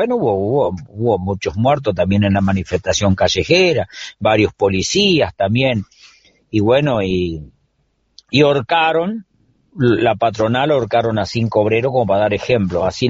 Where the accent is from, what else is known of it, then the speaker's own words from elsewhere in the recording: Entre Ríos, Argentina; moved away; Yo salí de Entre Ríos el 16 de julio del 79 por 20 días a hacer una changa en Santa Fe, y de ahí me voy a Buenos Aires